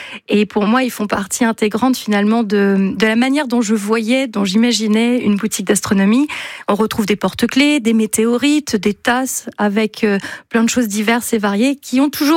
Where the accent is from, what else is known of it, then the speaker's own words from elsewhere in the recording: Grand Est, France; Je suis originaire du Haut-Rhin, et on allait observer les étoiles filantes en août avec ma famille